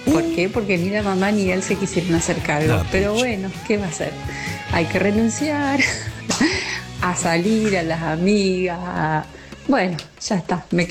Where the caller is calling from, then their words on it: Entre Ríos, Argentina; de Entre Ríos.